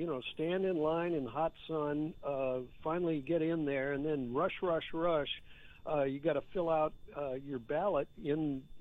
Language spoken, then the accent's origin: English; San Francisco, California, United States; also born or lived in Grand Junction, Colorado; I'm the guy from San Francisco, and we've got any number of different organizations.